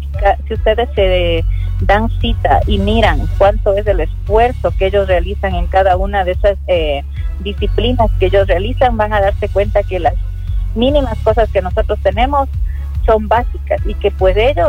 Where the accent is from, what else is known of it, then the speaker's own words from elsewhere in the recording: Pastaza, Ecuador; sabiendo que somos una provincia de la Amazonía y pues estamos en creciente desarrollo